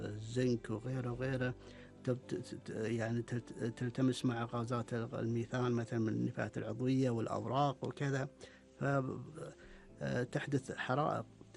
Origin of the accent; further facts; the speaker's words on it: Kuwait; إن قطاع الريسايكل عندنا بالكويت موجود